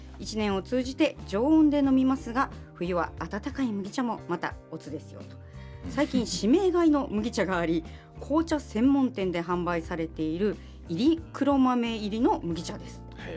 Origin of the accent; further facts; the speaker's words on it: Yame, Fukuoka, Japan; 私もあのお茶どころの福岡県八女市の出身なんですが